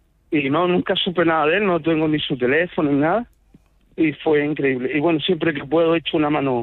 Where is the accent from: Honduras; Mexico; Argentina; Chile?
Chile; now in Belgium; Sí, bueno, yo soy chileno. Llegué aquí hace 34 años